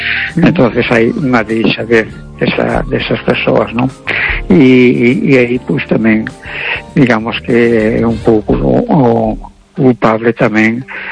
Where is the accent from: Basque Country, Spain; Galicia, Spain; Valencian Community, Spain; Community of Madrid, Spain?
Galicia, Spain; A Coruña